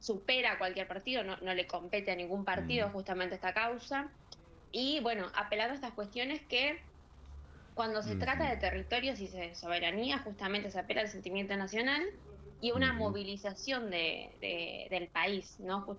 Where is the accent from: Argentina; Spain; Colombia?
Argentina; nosotros como argentinos